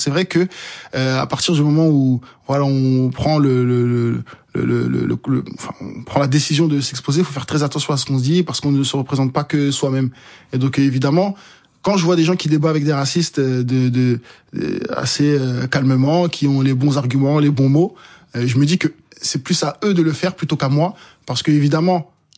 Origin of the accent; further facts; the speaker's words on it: Comoros; Alors, Mali, Sénégal, Congo? Et non, je suis comorien.